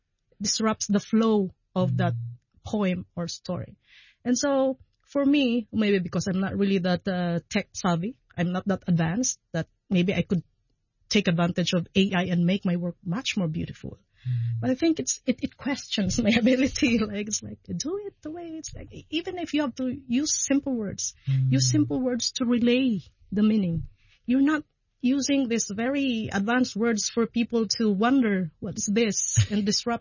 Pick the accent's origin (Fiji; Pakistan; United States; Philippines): Philippines; moved away as an adult; now in Hong Kong; I'm domestic migrant worker in Hong Kong. I'm from the Philippines